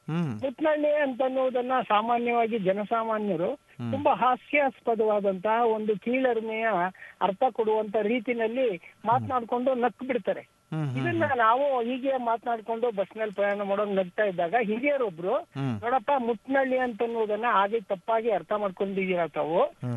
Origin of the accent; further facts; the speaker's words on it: Mandya district, Karnataka, India; now in Mysore, India; ನಾನು ಮೂಲತಃ ಮಂಡ್ಯ ಜಿಲ್ಲೆಗೆ ಸೇರಿದವನು, ಆದ್ರೆ ಮೈಸೂರಿನಲ್ಲೇ ಒಂದು 33 ವರ್ಷಗಳಿಂದ ವಾಸ ಇದ್ದೇನೆ. ನಮ್ಮೂರಿನ ಬಳಿ ಮದ್ದೂರು ತಾಲೂಕಿನಲ್ಲಿ ಚಿಕ್ಕ ಅರಸಿನ ಕೆರೆ, ದೊಡ್ಡ ಅರಸಿನ ಕೆರೆ ಅಂತ ಎರಡು ಗ್ರಾಮಗಳು ಉಂಟು.